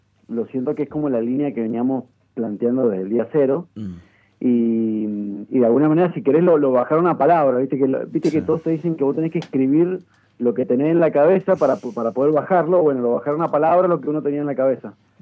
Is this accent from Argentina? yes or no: yes; Argentina; ahora me pongo como título argentino